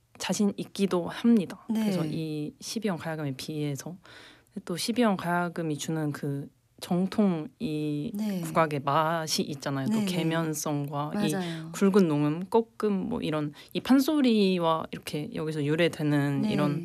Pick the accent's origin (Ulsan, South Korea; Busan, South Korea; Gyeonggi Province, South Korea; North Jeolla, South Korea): North Jeolla, South Korea; Namwon; also born or lived in Jeonju; now in Gwangju, South Korea; 제가 어쨌든 남원에서 자라서 네. 전주에서 고등학교를 나오고 대학교를 지금 광주로 왔는데